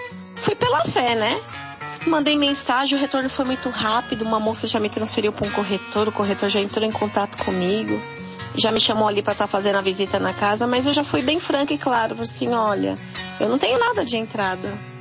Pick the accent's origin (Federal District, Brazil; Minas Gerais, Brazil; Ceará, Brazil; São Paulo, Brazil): São Paulo, Brazil; Mairiporã; sou da região aqui de Mairiporã.